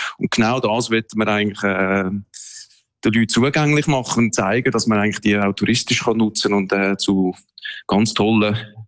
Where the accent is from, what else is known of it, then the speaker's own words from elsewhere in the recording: Central Switzerland, Switzerland; Also, ich bin, wie gesagt, in der Region ja aufgewachsen. Gewisse Bahnen habe ich gewusst, also irgendwo in Uri, in Arnisee-Opsi oder in Engelbergertal von der Banalp